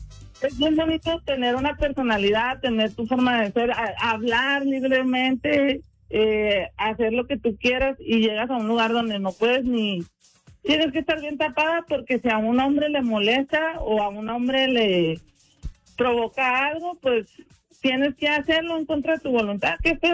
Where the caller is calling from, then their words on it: Mexico; yo siendo mexicana